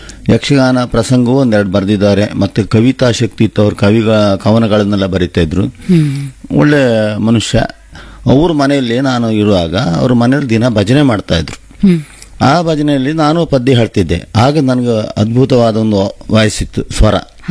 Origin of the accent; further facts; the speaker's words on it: Barkur, Karnataka, India; born there; also born or lived in Ultur, Karnataka; ನನ್ನ ತಾಯಿ ಮನೆ ಉಳ್ತೂರು, ಅಲ್ಲಿ ನಾನು ಸಣ್ಣದಲ್ಲಿ ಇದ್ದದ್ದು. ಆಮೇಲೆ ನಮ್ಮ ಮನೆ ಬಾರ್ಕೂರ್ ಹತ್ರ ಕೂಡ್ಲಿ ಅಂತ, ಹಾಗಾಗಿ ನಾನು